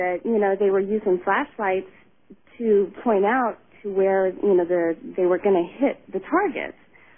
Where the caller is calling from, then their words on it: Pacifica, California, United States; I'm calling from Pacifica, California